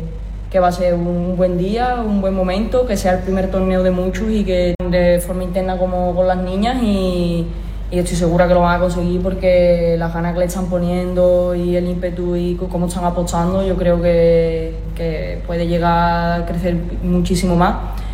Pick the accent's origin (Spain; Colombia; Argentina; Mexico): Spain; Morón de la Frontera, Andalusia; Para mí es un orgullo enorme que en mi pueblo me reconozcan de esta manera y que poder ver tantas niñas jugando y disfrutando del fútbol como disfruté yo en mis inicios aquí en Morón